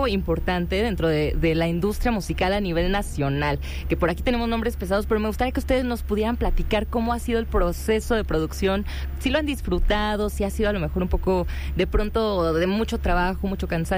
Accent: Mexico City, Mexico; somos muy chilango.

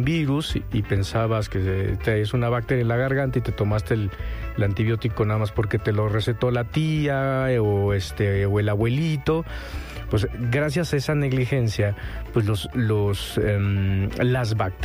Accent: Mexico; esa falta de cultura de salud que tenemos como mexicanos

